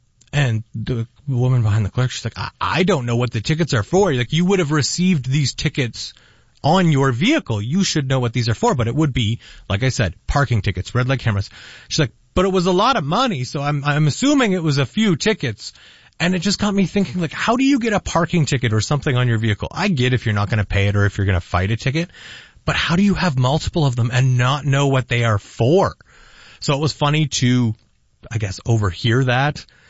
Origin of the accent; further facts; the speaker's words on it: Hamilton, Ontario, Canada; If you don't know, I'm from Hamilton originally, and I absolutely love the CFL.